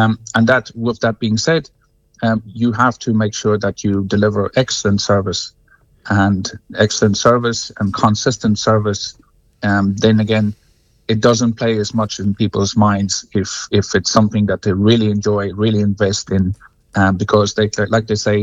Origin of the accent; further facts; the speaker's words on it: South Africa; now in Cong, Ireland; No, I'm originally from South Africa, I suppose.